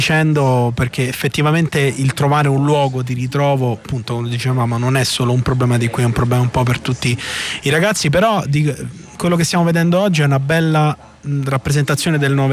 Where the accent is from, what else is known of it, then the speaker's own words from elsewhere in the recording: Rome, Lazio, Italy; io sono romano quindi non lo riesco a fare bene